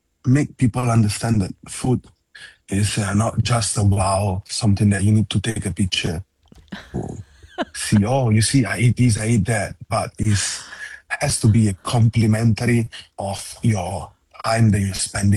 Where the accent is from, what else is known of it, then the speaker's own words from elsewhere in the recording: Genoa, Liguria, Italy; now in Singapore; In my hometown is Genova.